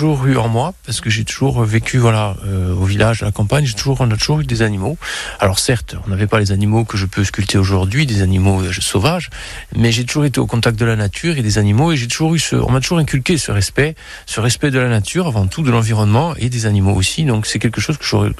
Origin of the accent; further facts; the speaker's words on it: Petreto-Bicchisano, Corsica, France; je suis originaire de Petrito-Béquizade.